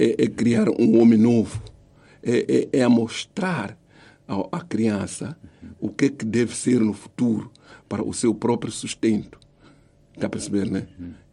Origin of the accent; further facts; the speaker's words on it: Manjacaze District, Gaza, Mozambique; born there; eu sou moçambicano, nascido na província de Gaza, distrito de Matlakazi, na zona de Mangunzi, concretamente em Escozinho.